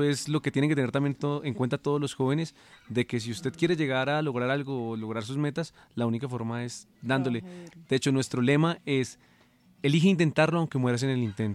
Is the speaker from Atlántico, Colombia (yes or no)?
no; Boyacá, Colombia; somos boyacenses